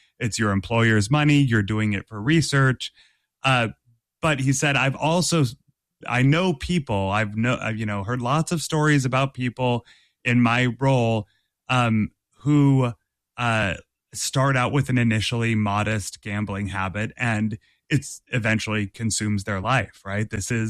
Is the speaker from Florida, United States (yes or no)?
no; Massachusetts, United States; I grew up in Massachusetts